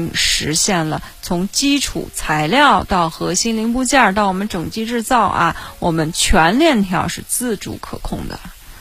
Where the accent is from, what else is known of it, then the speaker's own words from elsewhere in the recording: China; 所以我们中国人民就是这点好。